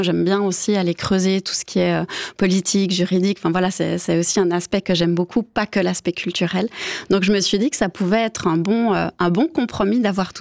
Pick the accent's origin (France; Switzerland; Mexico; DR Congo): Switzerland; Biel/Bienne, Bern; also born or lived in Lausanne; now in Riviera, Switzerland; Donc je suis partie de Bienne, je suis arrivée à Lausanne, après je suis partie sur la Riviera, maintenant je vais un petit peu plus loin